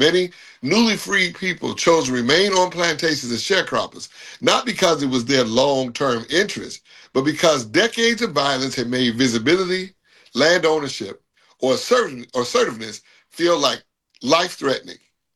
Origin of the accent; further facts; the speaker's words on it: Chicago, Illinois, United States; In Chicago, I grew up in Chicago.